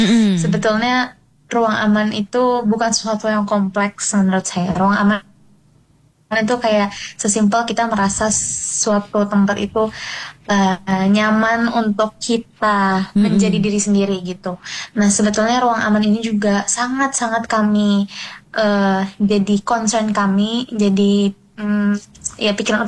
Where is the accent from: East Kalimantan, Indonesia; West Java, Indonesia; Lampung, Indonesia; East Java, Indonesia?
West Java, Indonesia; Bandung; Jadi sebenarnya saya kebetulan orang Bandung